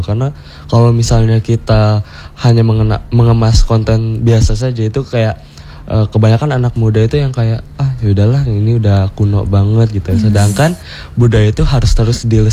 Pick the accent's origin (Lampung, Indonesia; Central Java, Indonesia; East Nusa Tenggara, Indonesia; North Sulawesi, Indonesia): Lampung, Indonesia; Panjang; terutama di daerahku itu di daerah Panjang itu udah banyak banget pariwisata